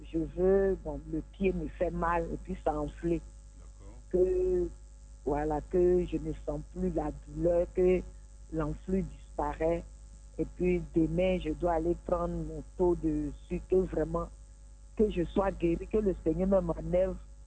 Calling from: Abidjan, Côte d’Ivoire; J'appelle d'Adjamé.

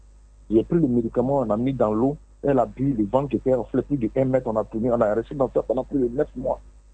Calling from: Port-Bouët, Abidjan, Côte d’Ivoire; De … Port-Boué.

